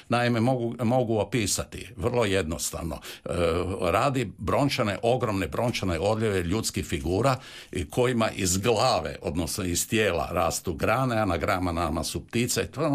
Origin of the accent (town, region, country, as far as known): Croatia